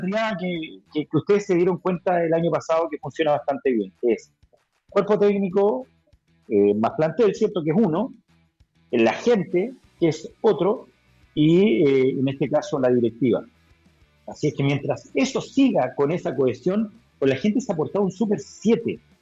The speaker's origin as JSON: {"language": "Spanish", "country": "Argentina", "tie": "born or raised there", "moved": "yes", "lives_now": "Chile", "said": "Yo crecí en Argentina escuchando a Marcelo Araujo cuando él parte su furor en la década del 80, y yo crezco ahí. Llego en Chile, llego a Chile, llegamos en el año 90"}